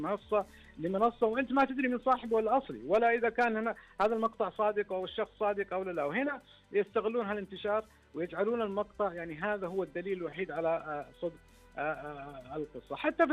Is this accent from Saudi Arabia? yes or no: yes; Saudi Arabia; إحنا كمجتمع سعودي